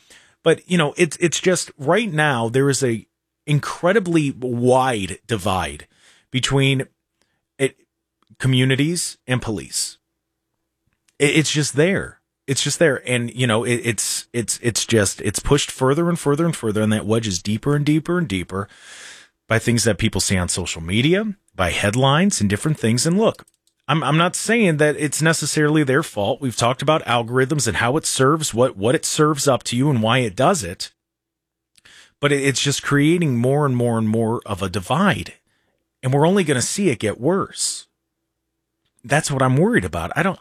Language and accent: English; Lodi, United States; I grew up, I was lucky enough, growing up in Lodi, there was always a cop sitting at the park.